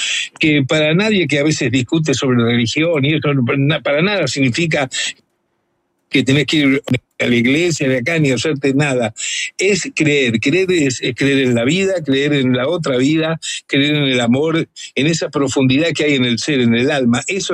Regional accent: Rosario, Santa Fe, Argentina; moved away; en mi ciudad de origen, en Rosario

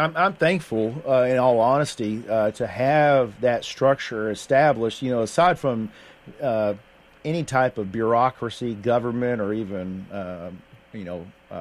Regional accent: Tennessee, United States; born there; moved away

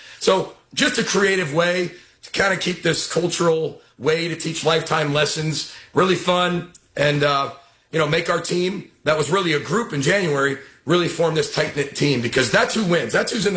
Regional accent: Midwest, United States; I grew up in the Midwest. I've been a Big Ten fan forever.

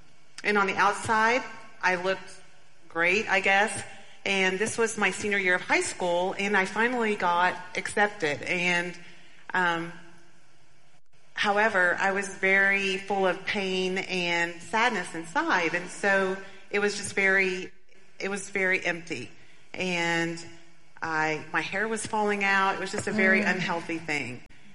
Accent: Bentonville, Arkansas, United States; Well, I grew up in Bentonville, Arkansas.

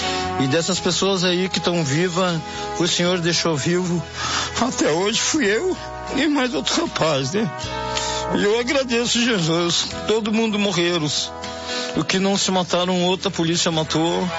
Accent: Rio Grande do Sul, Brazil; sou do Rio Grande do S

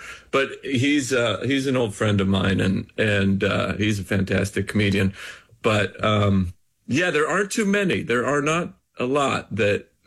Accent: Idaho, United States

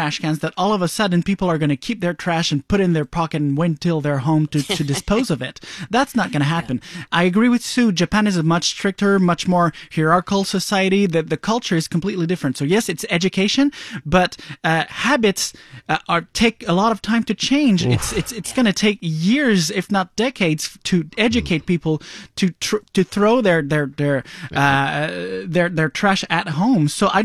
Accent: Joliette, Quebec, Canada; moved away as an adult; now in Montreal, Canada; I'm not from Montreal. You know, 20 years ago I moved to Montreal, but I'm originally from Joliet.

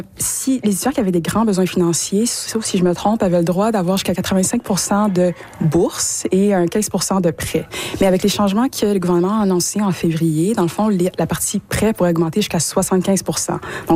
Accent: Ottawa, Ontario, Canada; also born or lived in Montreal; Dans le fond, moi, je suis née à Montréal, mais j'ai grandi à Ottawa.

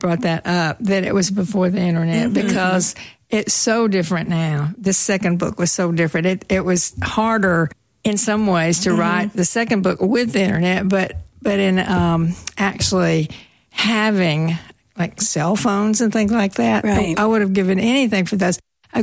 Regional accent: Texas, United States; moved away; I grew up in Texas

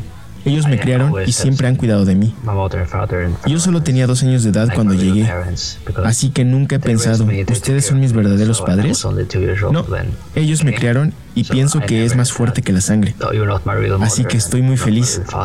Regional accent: Bulgaria; no sé mucho de Bulgaria porque no he desarrollado mucho interés por el país de donde vengo.

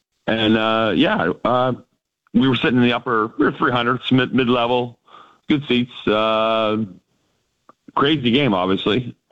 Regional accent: St. Catharines, Ontario, Canada; St. Catharines.

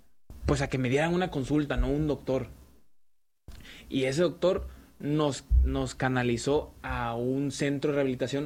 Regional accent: San Andrés Tuxtla, Veracruz, Mexico

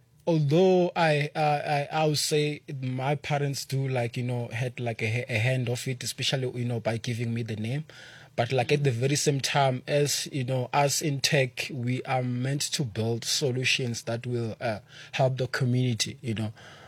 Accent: Mpumalanga, South Africa; I grew up in Mpumalanga

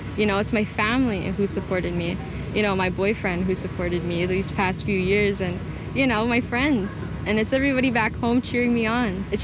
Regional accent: Île-à-la-Crosse, Saskatchewan, Canada; I'm from Isle of Crosse in Treaty 10 territory, northern Saskatchewan. So growing up, I kind of always worked with my hands, you know, whether that be wild rice harvesting or just being out on the land.

